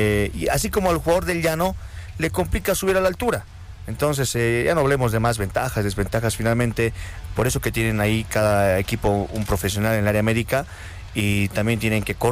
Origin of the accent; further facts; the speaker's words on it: Bolivia; nosotros como bolivianos